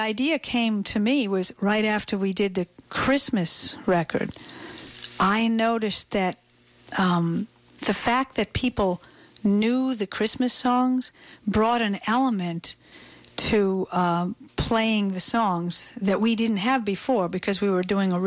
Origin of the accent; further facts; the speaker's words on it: United States; we're these American people